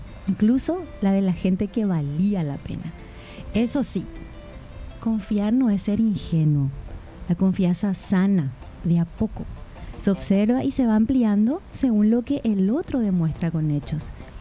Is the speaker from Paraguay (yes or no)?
yes; Paraguay